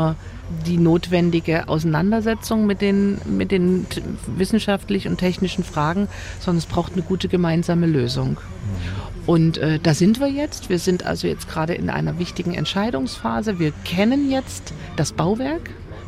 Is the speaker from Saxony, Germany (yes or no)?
yes; Dresden, Saxony, Germany; Und ich bin Dresdnerin und Dresden liegt an der Elbe.